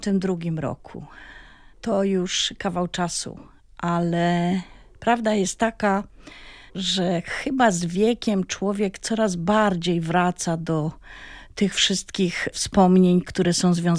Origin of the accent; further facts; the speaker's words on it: Świętochłowice, Silesian Voivodeship, Poland; Kiedy ktoś się rodzi w miejscu takim, jak ja się urodziłam, czyli dzielnicy Świętochłowic, Lipiny, bardzo silnie związanej z kopalnią